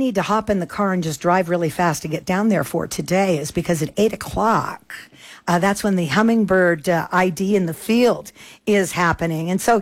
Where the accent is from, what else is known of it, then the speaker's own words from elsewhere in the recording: Oregon, United States; now in New Mexico, United States; first moved here to New Mexico is how many species of bees there are in this state. And I come from Oregon.